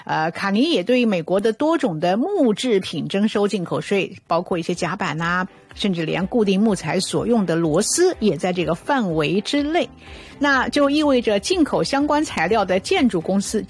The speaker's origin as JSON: {"language": "Chinese", "country": "Canada"}